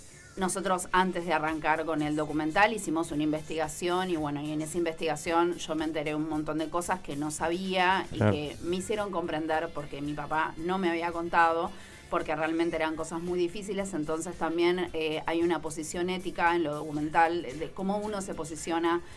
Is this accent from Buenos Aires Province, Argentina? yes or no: yes; Santa Clara del Mar, Buenos Aires Province, Argentina; Yo soy santaclarense, me crié acá, nacida, criada en Santa Clara